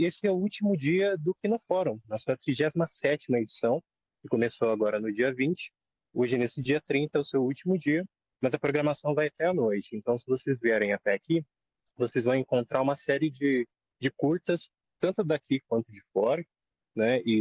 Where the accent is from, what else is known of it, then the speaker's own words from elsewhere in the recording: Brazil; nossa história enquanto brasileiros